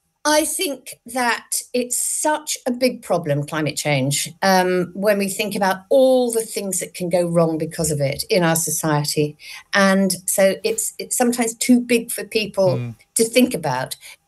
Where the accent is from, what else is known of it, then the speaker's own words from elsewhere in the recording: Brighton, South East England, United Kingdom; my hometown, Brighton.